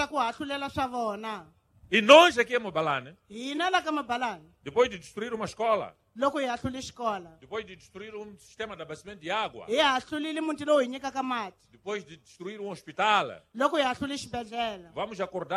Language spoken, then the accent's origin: Portuguese; Mozambique; Este diálogo nacional inclusivo é para todos nós como moçambicanos, sem exclusão de ninguém